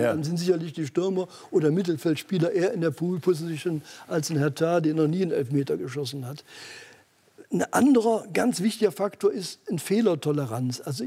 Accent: Mönchengladbach, North Rhine-Westphalia, Germany; born there

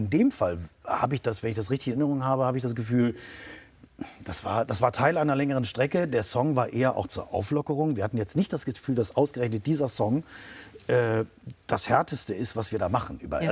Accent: Germany; ich als Deutscher mit deutschen Vorfahren, also ich habe keinen Migrationshintergrund, ich habe Nazi-Hintergrund

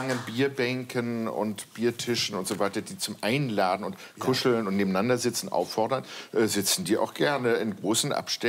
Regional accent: Kiel, Schleswig-Holstein, Germany; moved away as an adult; now in Munich, Germany; Nein, meine Heimat, ja, das ist tatsächlich Kiel am Meer, aber das ganze Erwachsenenleben war ich immer in München.

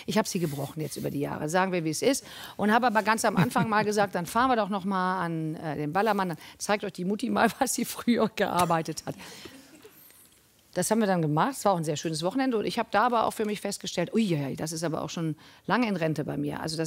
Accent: Cologne, North Rhine-Westphalia, Germany; Ich komme zwar aus Köln, aber ich bin total open-minded.

